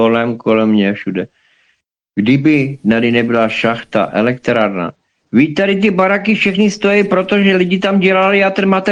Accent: Slovakia; já jako hrdej Slovák

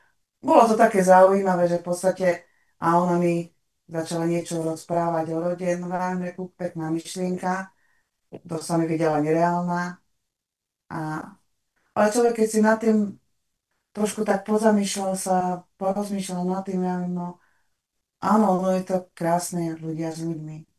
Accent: Detva, Banská Bystrica Region, Slovakia; Detviančanka, ako zvyknem reviť, že mám doteraz nožík v sare. Ale, no, v podstate som Slovák, no. Ja sa cítim Slovák

